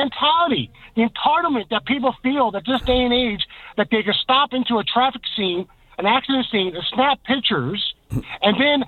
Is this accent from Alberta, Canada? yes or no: no; Newfoundland and Labrador, Canada; and when they found out we're from Newfoundland, they kept saying how nice and how polite to people from Newfoundland and Labrador.